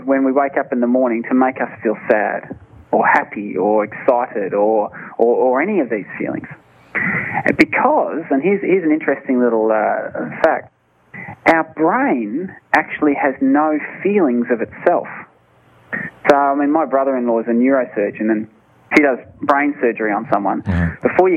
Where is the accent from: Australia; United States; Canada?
Australia; Because I'm Australian, yes. I'm a simple Australian man